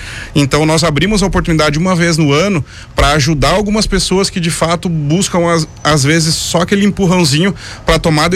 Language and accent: Portuguese; Santa Catarina, Brazil; now in Farroupilha, Brazil; eu sou de Santa Catarina, moro aqui na Serra aqui há 14 anos